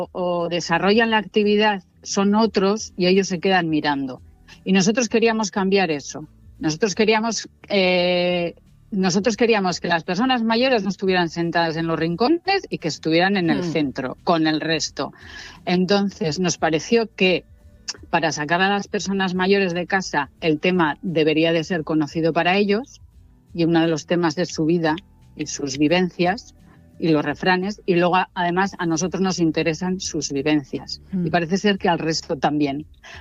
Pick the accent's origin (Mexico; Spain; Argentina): Spain; Piloña, Asturias; yo soy de Piloña, mi familia es de Piloña